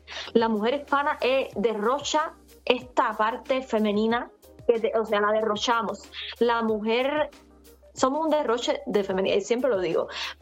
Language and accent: Spanish; Cuba; first language Spanish; now in Sweden; empecé con esa página de TikTok de … Empecé a hablar español en los live